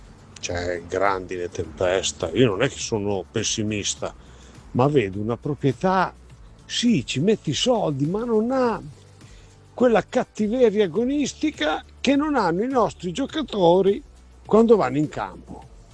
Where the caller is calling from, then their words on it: Imola, Emilia-Romagna, Italy; da Imola.